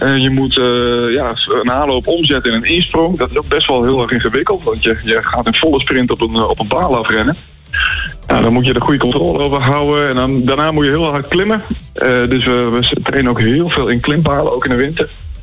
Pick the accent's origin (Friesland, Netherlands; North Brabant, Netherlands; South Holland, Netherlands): Friesland, Netherlands; now in Grijpskerk, Netherlands; want ik kom van oorsprong uit Friesland. Maar ik ben hier terechtgekomen in de buurt van Grijpskerk.